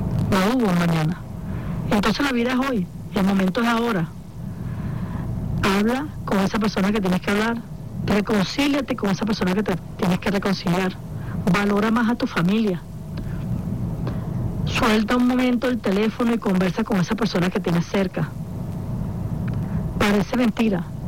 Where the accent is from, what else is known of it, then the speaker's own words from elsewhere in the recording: Venezuela; somos hermanos venezolanos que nos necesitamos los unos a los otros